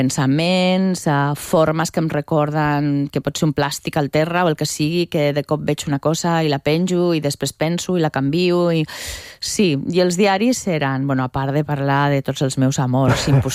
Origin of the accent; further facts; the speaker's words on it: Zaragoza, Aragon, Spain; la meva infantesa era a Saragossa, molt tranquil·la i amb molt bons amics, que molts conservo des de que érem superpetits.